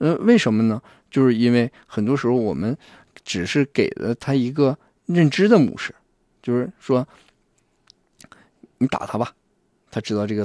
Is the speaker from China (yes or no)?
yes; Northeast China, China; 这个我们东北人说是聊着别人